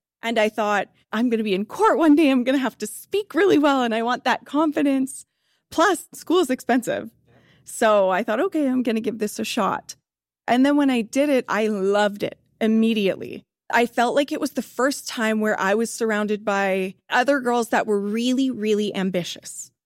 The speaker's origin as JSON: {"language": "English", "town": "Coaldale", "region": "Alberta", "country": "Canada", "tie": "born or raised there", "said": "So I grew up in Coaldale. I went to St. Joseph's School, and then I went to Catholic Central High School, and then eventually to the University of Lethbridge."}